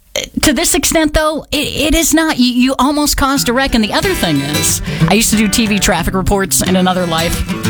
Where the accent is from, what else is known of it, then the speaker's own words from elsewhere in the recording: Midwest, United States; now in Knoxville, United States; I'm from the Midwest.